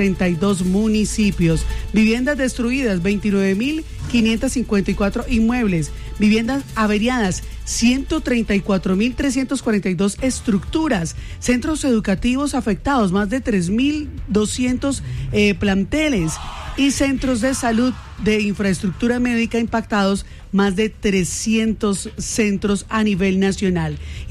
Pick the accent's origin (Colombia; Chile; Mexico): Colombia